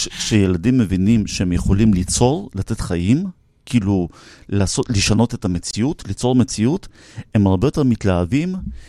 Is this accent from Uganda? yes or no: no; Russia; now in Israel; אני מגיע מרוסיה הסובייטית